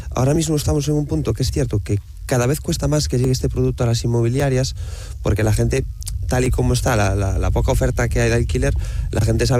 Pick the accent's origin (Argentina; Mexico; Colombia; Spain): Spain; A Coruña, Galicia; Yo me centro un poco más en Coruña